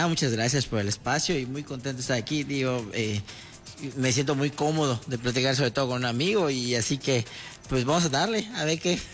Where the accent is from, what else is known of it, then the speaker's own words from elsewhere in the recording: Mérida, Yucatán, Mexico; yo soy un yucateco, nací, crecí aquí en la ciudad de Mérida, tengo 36 años, crecí aquí en la colonia de Yucatán, aquí cerquita de donde nos encontramos.